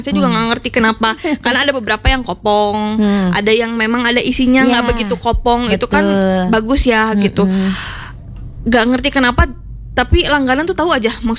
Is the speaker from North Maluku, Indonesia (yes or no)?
no; Bandung, West Java, Indonesia; karena kan saya mah orang Bandung sebenarnya